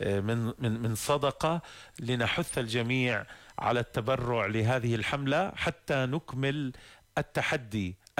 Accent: Jordan; من ميزات بلدنا الأردن أن الأيتام يجدون دائما من يكفلهم

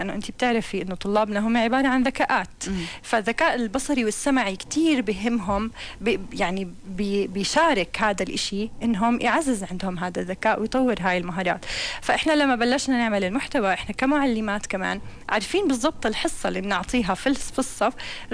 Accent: Jordan; first language Arabic; نحن اللغة العربية هي لغتنا نحن كأردنيين وكعرب

